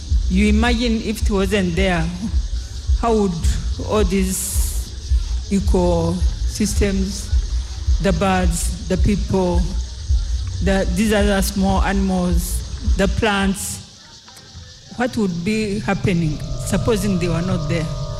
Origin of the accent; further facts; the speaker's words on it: Rwanda; I'm from Rwanda.